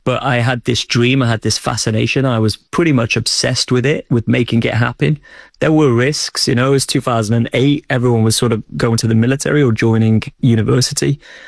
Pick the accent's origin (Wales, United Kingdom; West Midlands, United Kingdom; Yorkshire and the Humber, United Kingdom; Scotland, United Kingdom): Wales, United Kingdom; Old Colwyn; growing up in North Wales in Old Colwyn, a place no one really knows